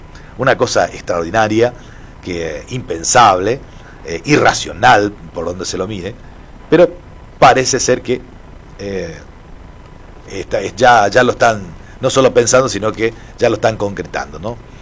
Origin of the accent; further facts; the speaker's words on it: Argentina; como ciudadanos, como argentinos